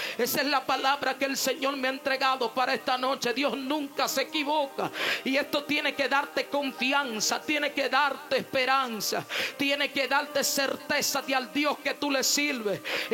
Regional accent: Dominican Republic; nosotros somos de Dominicana

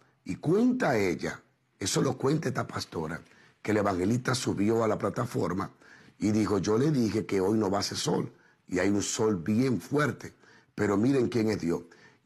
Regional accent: Dominican Republic; Dios utilizó de forma, pero muy sobrenatural en mi país, en República Dominicana. Y yo desde muchacho me sentaba a los pies a escuchar sus historias.

